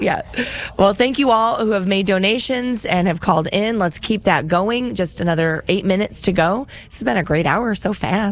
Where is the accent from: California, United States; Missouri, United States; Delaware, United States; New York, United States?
Missouri, United States; I'm from St. Charles County, people.